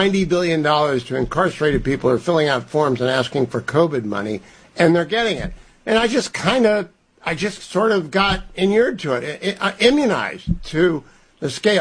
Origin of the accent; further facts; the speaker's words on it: California, United States; moved away; I'm a Californian. I used to be. I left in 2015.